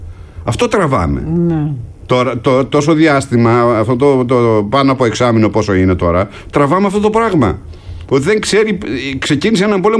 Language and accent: Greek; Palampas, Epirus, Greece; από τη φωτιά στην ιδιαίτερη πατρίδα μου, τον Παλαμπά Φιλιατών Θεσπρωτείας, αν το λέω σωστά.